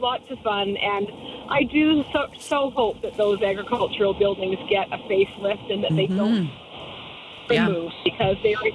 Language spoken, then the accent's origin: English; Burnaby, British Columbia, Canada; now in Ladysmith, Canada; as a kid growing up in Burnaby